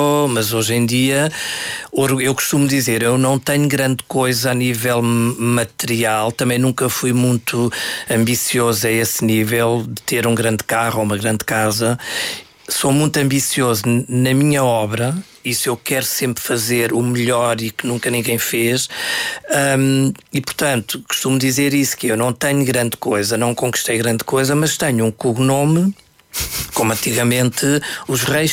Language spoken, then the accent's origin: Portuguese; Anadia, Centro, Portugal; born there; Eu nasci na Anadia